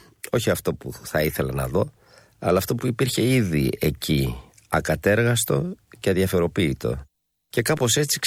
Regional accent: Athens, Attica, Greece; την πόλη μου, η οποία με έμαθε να κοιτάζω, και είναι φυσικά η Αθήνα.

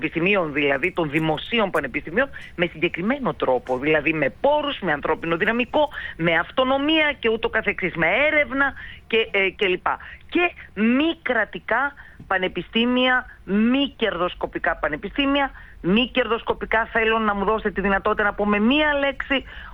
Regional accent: Thessaly, Greece; κατάγομαι από τη Θεσσαλία

